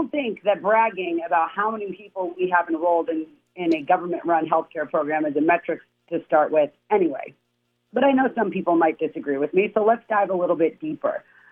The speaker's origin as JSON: {"language": "English", "region": "Massachusetts", "country": "United States", "said": "I'm from Massachusetts, went to school in Boston"}